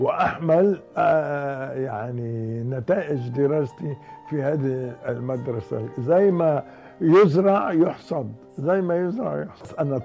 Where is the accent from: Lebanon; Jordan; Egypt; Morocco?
Lebanon; born there; also born or lived in Palestine; أنا لبناني الأصل، ولدت في فلسطين، كان أبوي يشتغل هناك قبل 48، ما كانش في حدود يعني التقسيم اللي بنعرفه هلا. وبعدين رجعنا على لبنان، رجع أبوي على وطنه